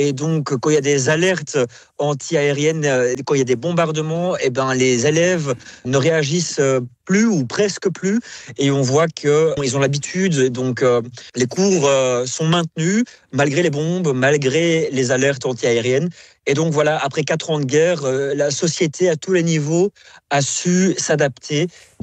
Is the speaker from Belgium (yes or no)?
yes; Belgium; now in Ukraine; en tant que Belge qui suis sur place